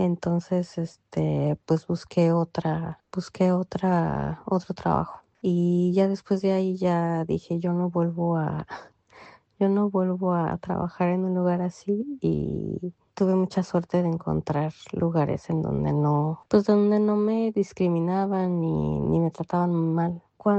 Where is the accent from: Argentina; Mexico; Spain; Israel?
Mexico; moved away as an adult; cuando les decía que era mexicana